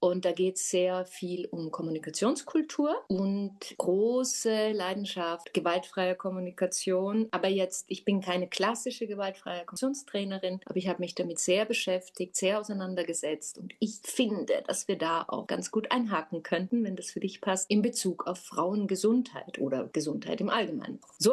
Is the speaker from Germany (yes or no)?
no; Innsbruck, Tyrol, Austria; moved away as an adult; also born or lived in Linz / Vienna; ich komme ursprünglich aus Innsbruck